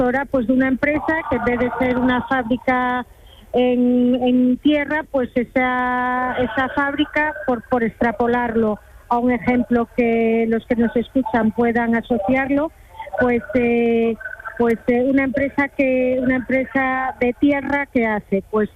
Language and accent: Spanish; Marín, Galicia, Spain; yo soy de Marín, de Galicia, pero bueno, aquí la vinculación con Cádiz, ya te digo que ha sido desde siempre